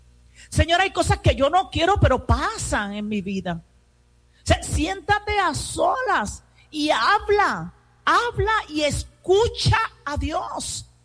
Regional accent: Puerto Rico; No, tú lo coges como buena puertorriqueña, hasta por las greñas.

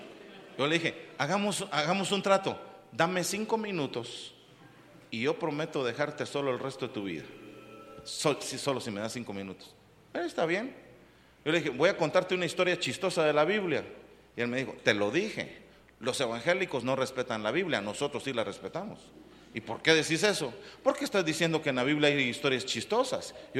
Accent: Guatemala; moved away; yo soy de Guatemala, ¿no?

